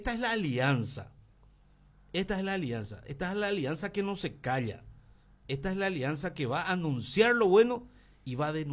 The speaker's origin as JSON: {"language": "Spanish", "town": "Coronel Oviedo", "region": "Caaguazú", "country": "Paraguay", "tie": "born there", "said": "Yo tengo 56 años. Es cierto, parezco de 30. Pero tengo 56 años. Nací aquí en Coronel Oviedo. Y quiero morir aquí en la ciudad de Coronel Oviedo"}